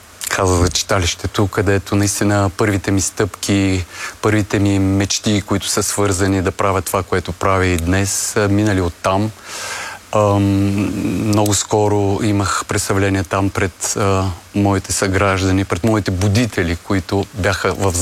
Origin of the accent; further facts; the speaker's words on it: Zlatograd, Smolyan Province, Bulgaria; accent: Rhodope dialect; moved away; ние имаме много различен, много цветен, много хубав диалект, родопския диалект, особено Златоград, той е малко по-различен от дори на 9 км от Златоград, от селцата и грачетата, които са наблизо.